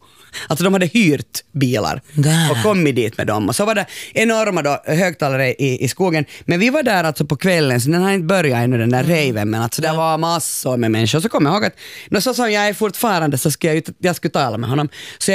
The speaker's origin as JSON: {"language": "Swedish", "region": "Uusimaa", "country": "Finland", "accent": "Nyland dialect"}